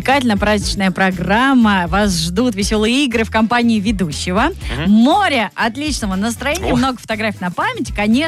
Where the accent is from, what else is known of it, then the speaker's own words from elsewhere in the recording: Zelenograd, Moscow, Russia; я из Зеленограда.